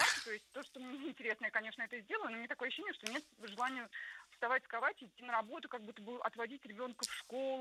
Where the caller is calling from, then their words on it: Kazan, Tatarstan, Russia; я из Казани, мне 42 года.